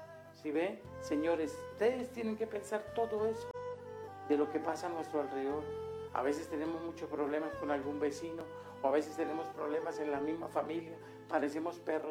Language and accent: Spanish; Catemaco, Veracruz, Mexico; born there; Nosotros, los que nacimos en Catemaco, Veracruz